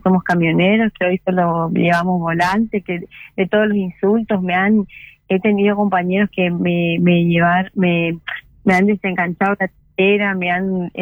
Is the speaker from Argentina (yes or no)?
yes; Misiones, Argentina